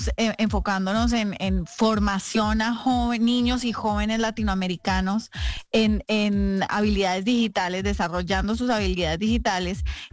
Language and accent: Spanish; Costa Rica; also born or lived in Medellín, Colombia / New York, United States; Yo soy originalmente de Medellín, nacida en Medellín, pero me fui a Costa Rica cuando tenía 2 años casi por la violencia que había en Medellín en esa época. Mis papás decidieron salir del país. Me crié en Costa Rica